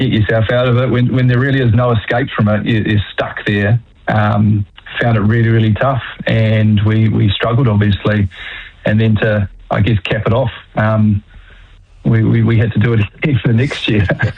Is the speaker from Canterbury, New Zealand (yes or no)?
no; Auckland, New Zealand; born or raised there